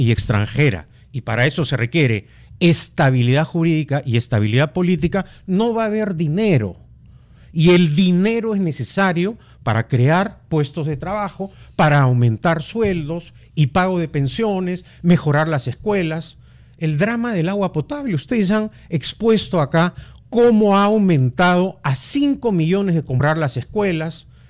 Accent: Peru; Como todo peruano, quiero que este gobierno tenga éxito.

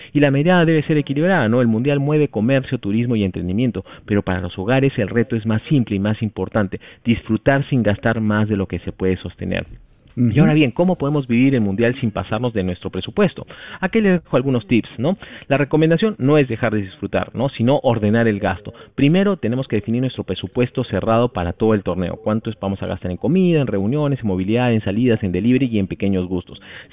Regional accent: Peru; nuestra conexión como peruanos con el Mundial

